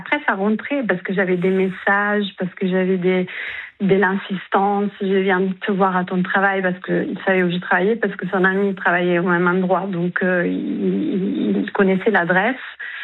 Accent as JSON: {"language": "French", "country": "Italy", "accent": "Italian", "second_language": "French"}